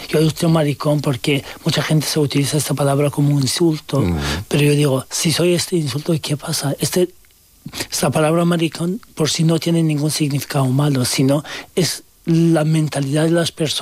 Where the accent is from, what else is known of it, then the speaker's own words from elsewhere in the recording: Turkey; now in Spain; soy turco y podía pasar más sí. fácil que los otros muchos, pero de igual forma molestaban mucho y querían deportarme a Irán. Que una persona de repente como un ángel llevó y me ayudó a venir a España.